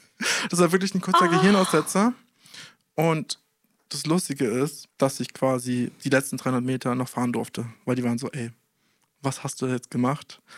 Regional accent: Australia; German is a second language; Also ich bin aus Australien wirklich weit weg. Das ist nicht so 3 Stunden in eine andere Stadt fahren, das ist wirklich weit weg.

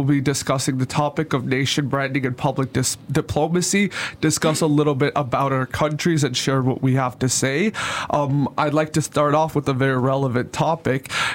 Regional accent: Canada; as a Canadian, I don't really know much about Eurovision

